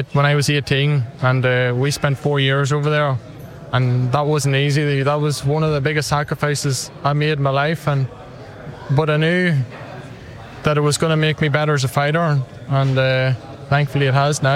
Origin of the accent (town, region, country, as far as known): Ireland